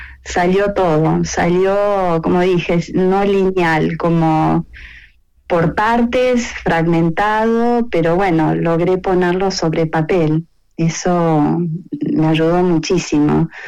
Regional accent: Buenos Aires, Argentina; now in United States; cuando yo vivo en Estados Unidos y yo volvía a Buenos Aires

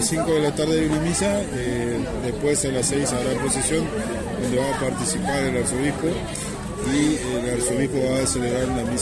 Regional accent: Argentina; a recuperar lo que somos, porque el argentino es un pueblo creyente, yo sé que es así

